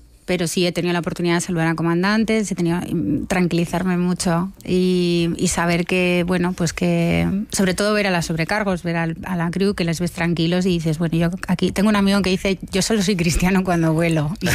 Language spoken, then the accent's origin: Spanish; Bilbao, Basque Country, Spain; lo primero es que yo soy de Bilbao y no voy en avión nunca a Bilbao.